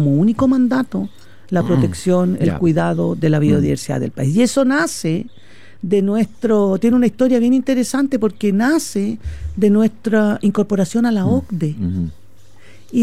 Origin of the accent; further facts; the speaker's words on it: Magallanes and Chilean Antarctica, Chile; yo vengo de Magallanes